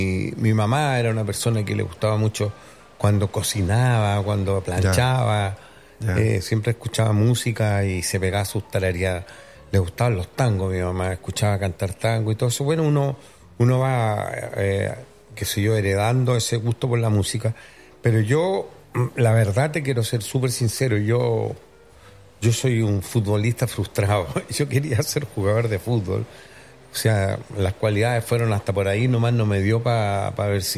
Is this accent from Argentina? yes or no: no; Santiago, Santiago Metropolitan Region, Chile; born there; Nací en Santiago de Chile. Nací en la maternidad del Hospital San Borja.